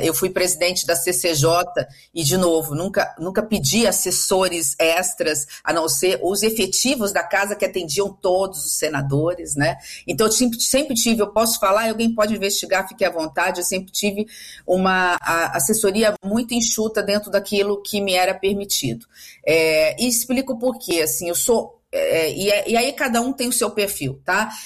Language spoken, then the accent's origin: Portuguese; São Paulo, Brazil; moved away; meus avós, quando vieram do Líbano, vieram para São Paulo, né, fugindo da guerra civil. Eu nasci aqui nas Barrancas, na divisa do estado de São Paulo, passei toda a minha infância adolescente no noroeste paulista.